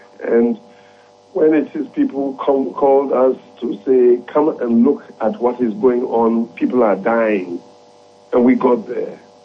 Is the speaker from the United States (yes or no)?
no; Ghana; as a Ghanaian